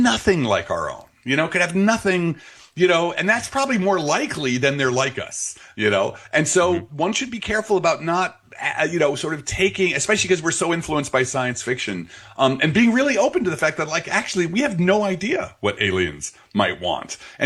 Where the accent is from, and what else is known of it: Belleville, New Jersey, United States